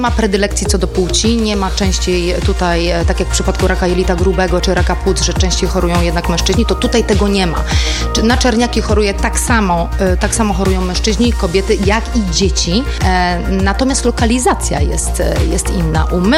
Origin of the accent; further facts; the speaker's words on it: Tricity, Pomeranian Voivodeship, Poland; u nas w Trójmieście